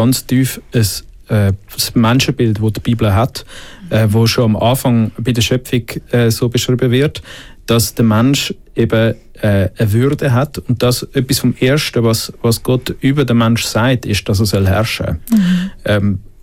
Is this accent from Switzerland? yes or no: yes; Switzerland; first language German